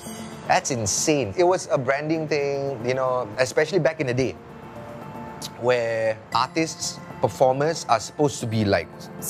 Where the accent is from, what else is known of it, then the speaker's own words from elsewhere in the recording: Singapore; born there; I was born in Taman Jurong, actually. We call it an L flat. Basically, there's no rooms. It's just a living room and a kitchen. So we didn't grow up wealthy at all.